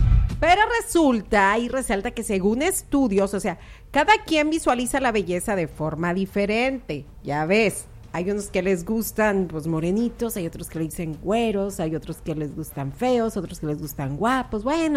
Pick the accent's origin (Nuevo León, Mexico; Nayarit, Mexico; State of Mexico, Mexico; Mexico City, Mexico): Nayarit, Mexico; Tecuala; Pues somos de Tecuala.